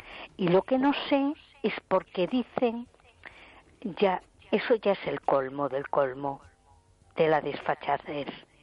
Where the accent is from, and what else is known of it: A Coruña, Galicia, Spain